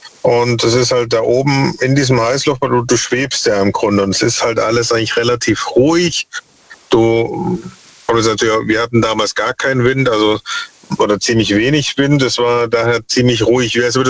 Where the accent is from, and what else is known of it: Dresden, Saxony, Germany; born or raised there; now in Stuttgart, Germany